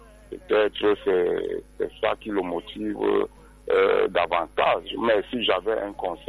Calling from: Cameroon; nous, nous sommes des Africains. Nous sommes des Camerounais.

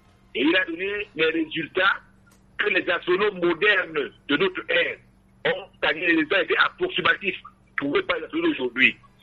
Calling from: Edéa, Littoral, Cameroon; chez moi, à Edea

